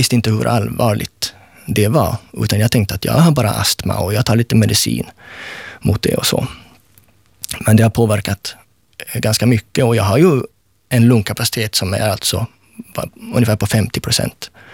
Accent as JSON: {"language": "Swedish", "country": "Sweden", "accent": "rikssvenska", "lives_now": "Finland", "said": "när jag talar så finns det rikssvenska betoningarna kvar, som ibland också sipprar lite mot det finlandssvenska."}